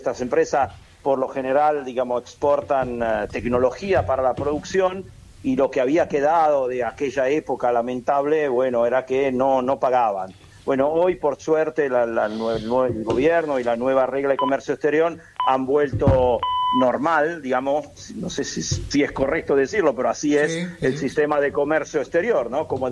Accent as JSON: {"language": "Spanish", "region": "Lombardy", "country": "Italy", "said": "Sí, yo también, yo soy del lago de Como, así que estoy para allá arriba, casi Suiza."}